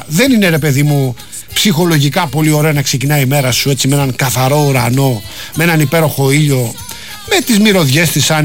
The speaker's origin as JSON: {"language": "Greek", "town": "Rafina", "region": "Attica", "country": "Greece", "tie": "born or raised there", "said": "εκεί από την πατρίδα μου, από τη Ραφίνα"}